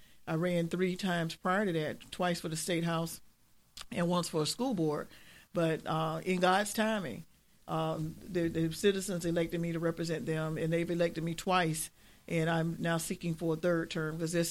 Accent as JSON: {"language": "English", "town": "Quincy", "region": "Florida", "country": "United States", "tie": "born or raised there", "said": "growing up in Quincy, Florida."}